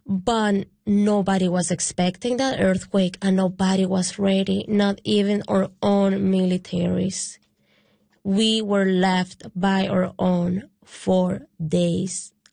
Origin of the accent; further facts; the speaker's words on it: Venezuela; now in Canada; Like, I'm here in Newfoundland, but I'm from Venezuela, and those are my people